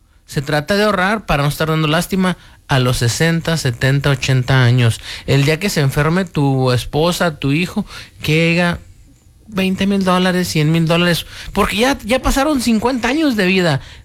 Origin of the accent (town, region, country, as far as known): Mexico